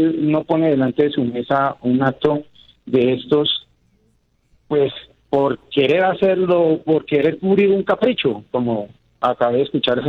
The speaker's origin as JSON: {"language": "Spanish", "country": "Colombia", "said": "Entonces, y todos somos colombianos. Todos nos tenemos el derecho de vestir la camiseta de la Selección Colombia."}